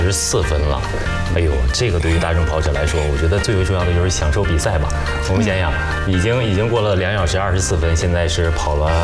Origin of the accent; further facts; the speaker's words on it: Northeast China, China; moved away; 作为一名东北人啊，今年是第一次来到东北的城市解说